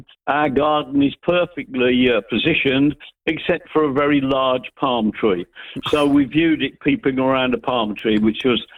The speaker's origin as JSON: {"language": "English", "town": "Valencia", "region": "Valencian Community", "country": "Spain", "said": "I come from Valencia"}